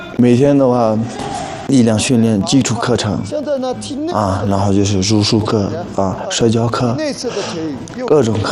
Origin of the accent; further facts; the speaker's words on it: Lhasa, Tibet, China; 我来自西藏拉萨当雄县，今年23岁，